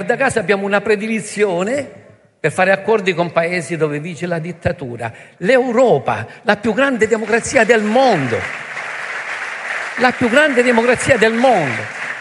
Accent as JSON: {"language": "Italian", "town": "Lampedusa", "region": "Sicily", "country": "Italy", "said": "io, sapete, vengo da Lampedusa, lo ha detto Matteo, sono un medico"}